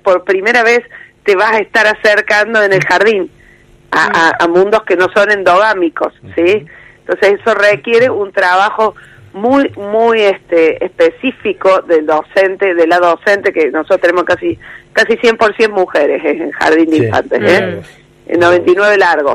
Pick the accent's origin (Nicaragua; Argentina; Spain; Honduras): Argentina; Córdoba; accent: Cordoban; yo soy cordobesa.